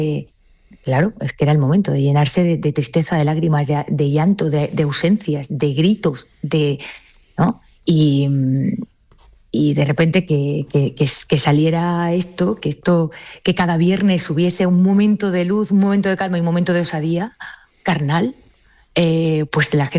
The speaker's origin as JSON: {"language": "Spanish", "town": "Seville", "region": "Andalusia", "country": "Spain", "said": "Yo soy sevillana, y que el editor me propusiera... Escribir sobre Jerez para mí fue un choque."}